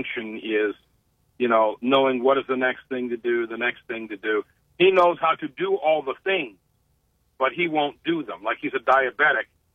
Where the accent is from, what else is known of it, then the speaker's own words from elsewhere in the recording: Akron, Ohio, United States; I mean, I grew up in Akron on west, you know, in the west part of Akron right by Fairlawn.